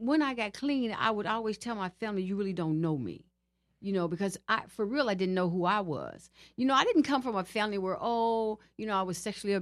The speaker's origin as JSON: {"language": "English", "town": "St. Louis", "region": "Missouri", "country": "United States", "moved": "as an adult", "lives_now": "Houston, United States", "said": "I'm from Houston. Originally from St. Louis, of course, but mm-hmm. I've been in Houston now, goodness, I am 56, probably about, about, 25, 30 years?"}